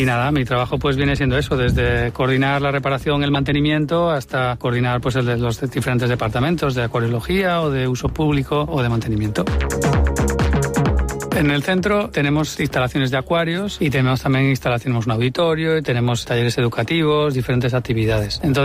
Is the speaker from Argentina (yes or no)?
no; A Coruña, Galicia, Spain; also born or lived in Cayman Islands; now in Mallorca, Spain; soy gallego, de Coruña, pero bueno, llevo aquí en Mallorca desde hace ya 17 años. Y vine precisamente para trabajar aquí. Yo estaba trabajando en el extranjero, bueno, soy biólogo marino